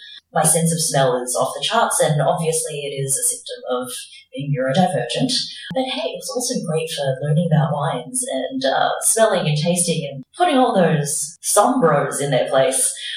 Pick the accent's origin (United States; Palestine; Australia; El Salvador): Australia; also born or lived in Hong Kong; growing up as, you know, a child of immigrants in Australia, in the far suburban town of nowhere